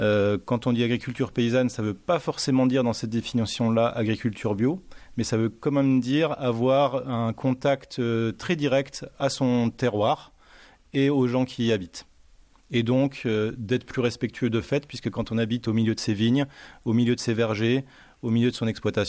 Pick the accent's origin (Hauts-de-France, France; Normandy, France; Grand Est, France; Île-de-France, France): Grand Est, France; Après, moi, je suis des Vosges, j'ai passé mon bac vraiment dans les forêts vosgiennes. Donc je suis quand même issu de la nature et du terroir, mais un autre terroir que le terroir tarnais.